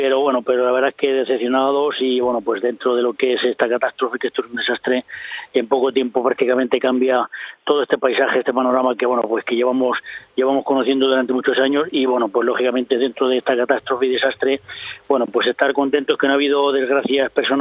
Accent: Íscar, Castile and León, Spain; mi pueblo de Íscar

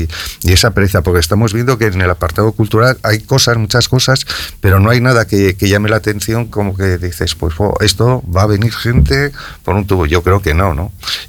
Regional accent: Briviesca, Castile and León, Spain; hasta mi pueblo, hasta Berbisca

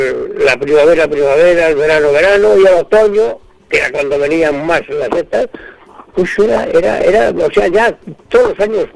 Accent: Cejas de Aliste, Castile and León, Spain; pero digo, es mentira, yo no soy de Rabanales. Yo soy de Cejas de Aliste.

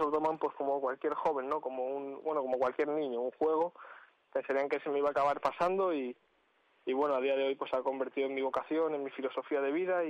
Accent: Cáceres, Extremadura, Spain; also born or lived in Arenas de San Pedro; Bueno, sí, yo soy nacido en Arenas, aunque con un año me vine a vivir a Cáceres, pero mantengo raíces en los dos lados

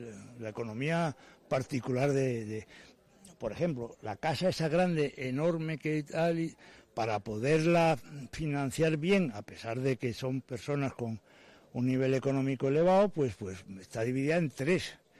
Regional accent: Málaga, Andalusia, Spain; born there; Yo nací en Málaga, entonces nosotros veníamos a veranear aquí, a la casa de los abuelos.

